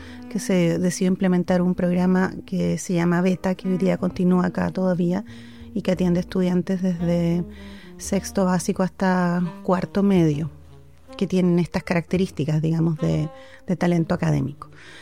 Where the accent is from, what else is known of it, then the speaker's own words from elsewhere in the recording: Concepción, Biobío, Chile; also born or lived in Valdivia / Temuco; nací en Valdivia, pero después me trasladé a Concepción cerca de los 7 años. Y ahí hice, bueno, mi enseñanza escolar en Concepción